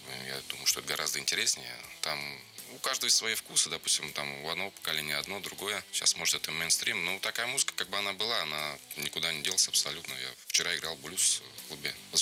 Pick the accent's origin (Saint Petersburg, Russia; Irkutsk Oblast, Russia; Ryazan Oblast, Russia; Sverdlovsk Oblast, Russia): Ryazan Oblast, Russia; Ryazan; moved away as an adult; now in Moscow, Russia; Хотя я сам родом из Рязани, да, но живу уже лет 15 раз, живу, работаю здесь в Москве.